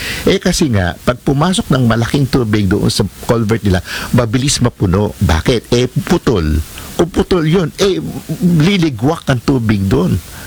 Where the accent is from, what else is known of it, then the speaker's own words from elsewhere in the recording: Pasig, Metro Manila, Philippines; also born or lived in Cainta, Rizal; taga-Pasig ako at Kainta.